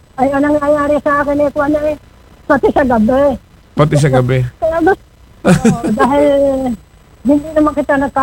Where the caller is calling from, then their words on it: Padre Garcia, Calabarzon, Philippines; Bawi, Padre Garcia.